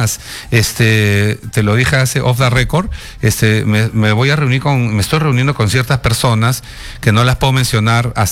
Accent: Peru; mi convicción de peruano ante todo

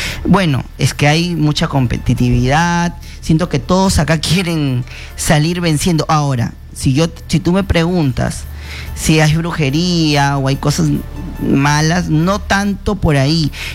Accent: Chiclayo, Lambayeque, Peru; now in Lima, Peru; Desde Chiclayo, mi tierra hermosa.

